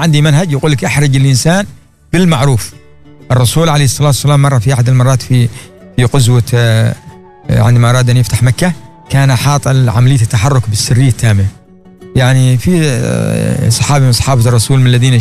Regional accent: Oman; فقلت له أنا من عمان.

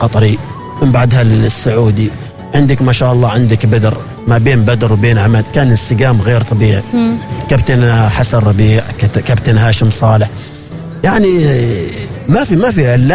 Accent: Oman; البعض يقول لك ليش إحنا ما نقنص، إحنا كعمانيين ما نقنص، إحنا عندنا خامات كعمانيين عندنا

